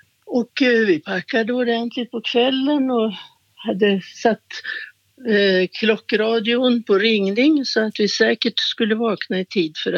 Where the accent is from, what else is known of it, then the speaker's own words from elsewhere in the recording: Uppland, Sweden; also born or lived in Gothenburg / Malmö / Kävlinge; Men jag är från Uppland, så att, även om jag är född i Göteborg. Så jag pratar inte skånska. Jag har bott i Malmö.